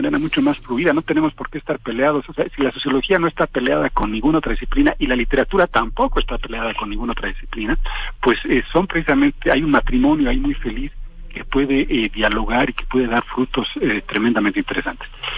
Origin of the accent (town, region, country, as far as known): Mexico